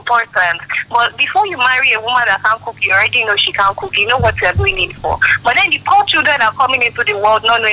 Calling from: Ibadan, Oyo, Nigeria; I'm calling from Akobo.

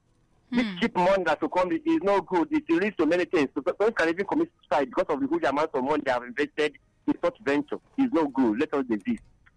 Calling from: Enugu State, Nigeria; the chemistry teacher. Calling from Olu in the Zeruko government, Europe, Enugu State.

